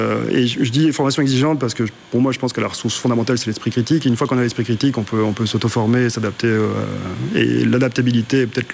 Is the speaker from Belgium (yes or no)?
yes; Charleroi, Wallonia, Belgium; je suis wallon, je viens de Charleroi, j'ai étudié là-bas.